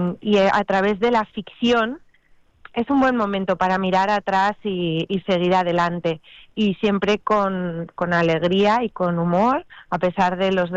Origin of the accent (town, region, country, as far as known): Huesca, Aragon, Spain; now in Barcelona, Spain